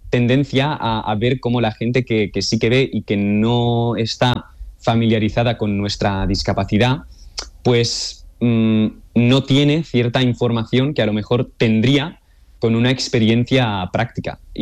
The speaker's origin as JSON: {"language": "Spanish", "town": "Olot", "region": "Catalonia", "country": "Spain"}